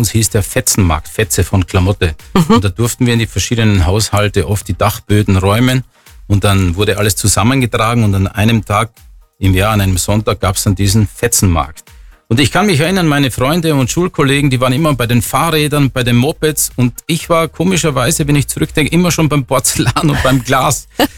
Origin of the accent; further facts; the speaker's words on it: Styria, Austria; Bei uns in der Steiermark war es so, dass die Kinder alle gerne zur freiwilligen Feuerwehr gegangen sind.